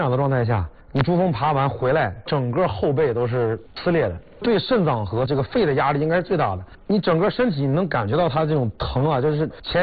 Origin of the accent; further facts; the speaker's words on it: Shijiazhuang, Hebei, China; 想到我的家乡啊石家庄，